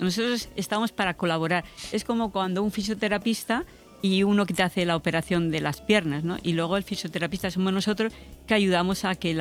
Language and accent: Spanish; Bilbao, Basque Country, Spain; also born or lived in Miranda de Ebro; Yo nací en Miranda de Ebro, en Burgos. Fui a vivir con la familia a Bilbao.